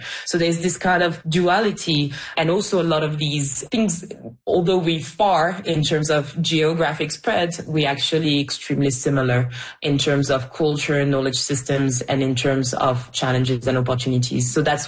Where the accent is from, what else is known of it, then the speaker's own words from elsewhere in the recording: France; moved away; also born or lived in Barbados; I grew up in France. My origins are on the continent, but I used to live in Barbados in the Caribbean.